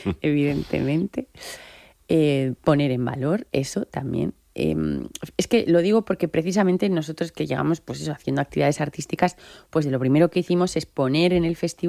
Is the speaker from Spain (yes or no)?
yes; Caspe, Aragon, Spain; also born or lived in Madrid; now in Torralba de Ribota, Spain; Yo crecí en Caspe, en medio del campo.